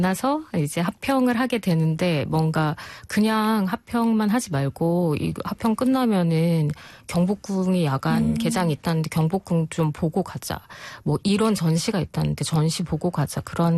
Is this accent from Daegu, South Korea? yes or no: no; Gunsan, North Jeolla, South Korea; now in Seoul, South Korea; 서울에서 태어났고 지금은 이제 제가 40대가 되면서 서울에서 산 시간이 가장 길지만 딱 유치원부터 그 고3까지 유년기는 전체를 아빠 직장 때문에 전라북도 군산이라는 소도시에서 지냈어요.